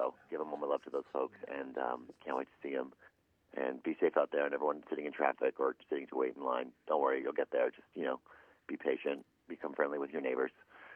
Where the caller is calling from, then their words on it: Marin, California, United States; I'm calling in from Marin, California right now.